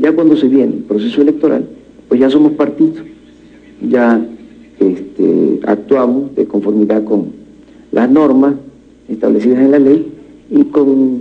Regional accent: Macuspana, Tabasco, Mexico; born there; Yo nací en un campo petrolero que se llamaba Fortuna Nacional. Soy de Macuspana, de un pueblo que lleva el nombre de Tepetitán, un pueblo de 1.500 habitantes, no, menos, como de 1.000 habitantes. Es una vida rural muy interesante, muy libre

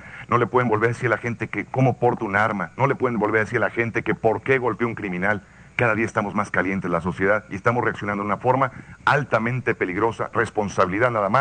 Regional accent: Mexico; soy mexicano, quiero justicia.

